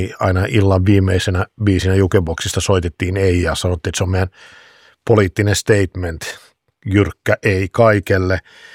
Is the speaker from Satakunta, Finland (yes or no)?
no; Helsinki, Uusimaa, Finland; Mä oon Pasilasta kotoisin